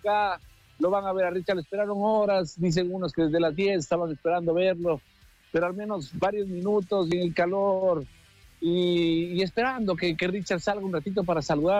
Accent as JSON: {"language": "Spanish", "country": "Ecuador"}